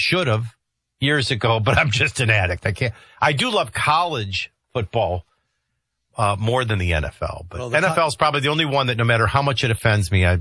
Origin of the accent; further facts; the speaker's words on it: Chicago, Illinois, United States; I mean, I going back, and I grew up in Chicago.